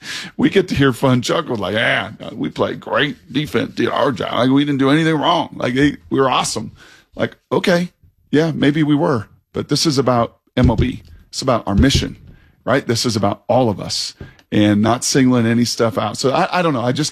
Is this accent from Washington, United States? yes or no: yes; Seattle, Washington, United States; when I got drafted to Seattle, my hometown team